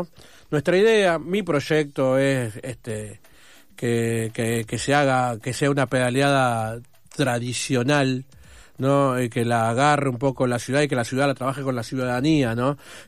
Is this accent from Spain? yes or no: no; Buenos Aires, Argentina; yo soy soy porteño.